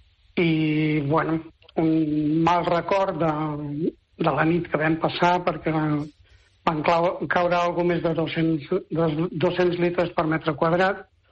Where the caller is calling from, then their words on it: Rubí, Catalonia, Spain; parlar del meu poble, que era abans, ara és Ciutat.